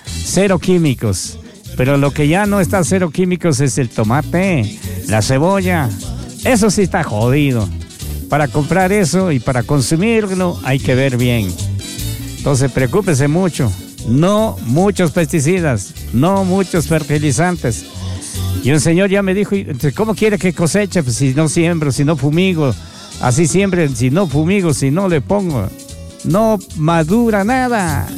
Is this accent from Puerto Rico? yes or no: no; Oña, Azuay, Ecuador; born there; Yo soy de Oña, señoras y señores. Orgullosamente nací en esta hermosa tierra. A donde hay gente muy inteligente. Somos propios innatos, propios de la zona.